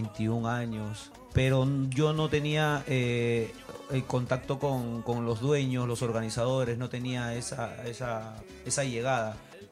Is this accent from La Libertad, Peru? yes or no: no; La Victoria, Lima, Peru; Yo soy de La Victoria.